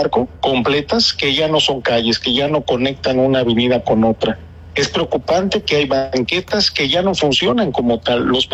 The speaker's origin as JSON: {"language": "Spanish", "town": "Acapulco", "region": "Guerrero", "country": "Mexico", "tie": "born or raised there", "said": "particularmente en Acapulco, que pues es mi tierra, mi origen, mi casa, aquí radico, aquí vive mi familia."}